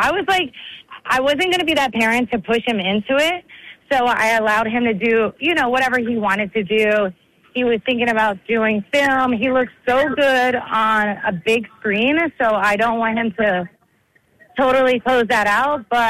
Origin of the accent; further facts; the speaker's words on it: Allentown, Pennsylvania, United States; I'm from Allentown, or right around where Edna's.